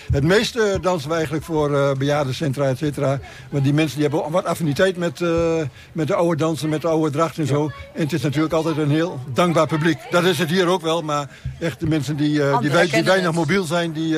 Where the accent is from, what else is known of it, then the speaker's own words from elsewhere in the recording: Almelo, Overijssel, Netherlands; Wij zijn van de Korenaar, Folkloristische Dansgroep De Korenaar, en we komen uit Almelo.